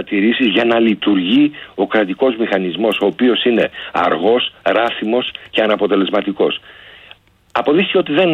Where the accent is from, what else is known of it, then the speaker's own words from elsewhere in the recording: West Greece, Greece; Δηλαδή ένα νοσοκομείο στο Αγρίνιο, ένα στο Μεσολόγγι, που είναι διαφορά, λέω για την πατρίδα μου, που είναι ενός τετάρτου.